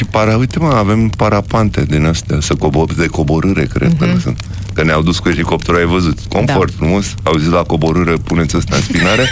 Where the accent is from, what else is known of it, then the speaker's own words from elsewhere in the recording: Botoșani, Botoșani County, Romania; din Botoșani